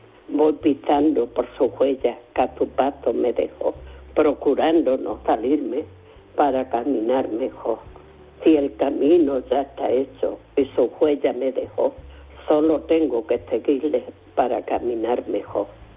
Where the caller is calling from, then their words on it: Algeciras, Andalusia, Spain; de Algeciras.